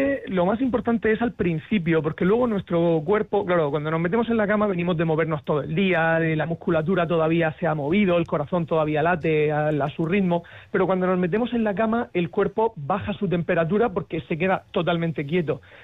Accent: Murcia, Region of Murcia, Spain; also born or lived in San Sebastián; yo soy de Murcia, aquí la cosa es tremenda

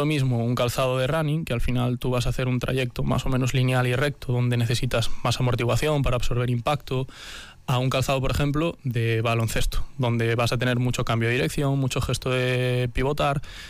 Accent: Galicia, Spain; yo que soy gallego siempre estoy con el depende en la boca.

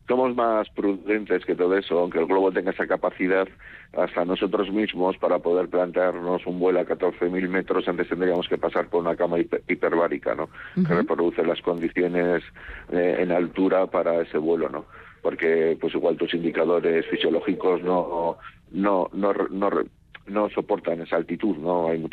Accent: Bilbao, Basque Country, Spain

